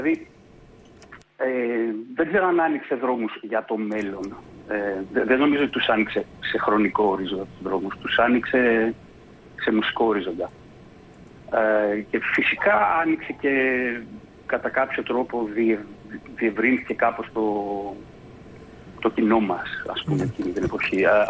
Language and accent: Greek; Greece; είμαστε Έλληνες, έχουμε εμποτιστεί με πολύ ελληνικό στοιχείο